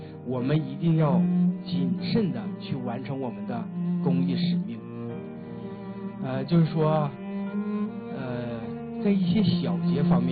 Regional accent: China; 我们的生在一个和平，生在一个泱泱大国，是不是？我们真的作为中国人

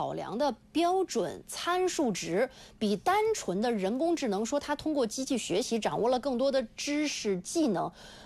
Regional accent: China; 我们中国人有一句老话

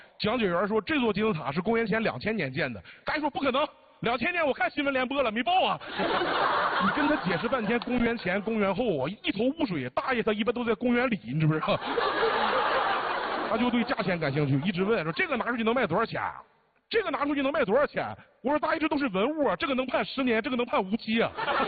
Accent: Dalian, Liaoning, China; now in Shanghai, China; 我也是大连的，我在上海一年都碰不着几个大连的

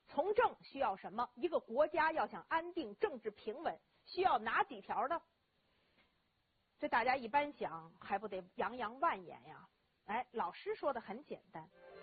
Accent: China

